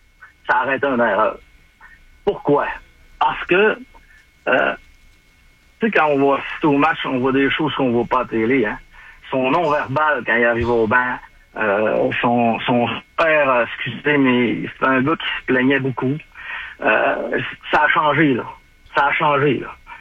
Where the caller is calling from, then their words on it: Quebec, Canada; Je suis rappelé du Lac-Saint-Jean.